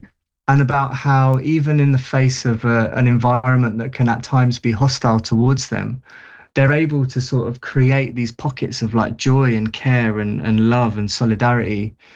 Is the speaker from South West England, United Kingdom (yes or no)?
no; London, United Kingdom; It was a similar deal in where I grew up in South London.